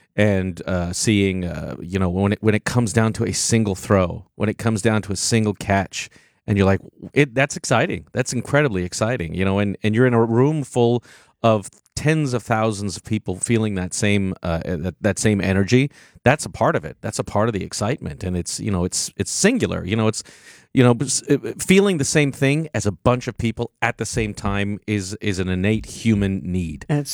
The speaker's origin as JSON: {"language": "English", "country": "Taiwan", "tie": "born or raised there", "also_born_or_lived": "Philippines / New Jersey, United States", "said": "I grew up in Taiwan and the Philippines."}